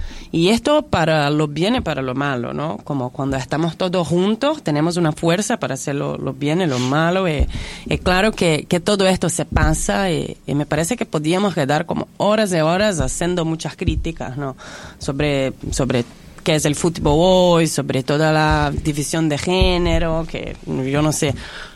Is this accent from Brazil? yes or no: yes; Brazil; moved away; soy brasileña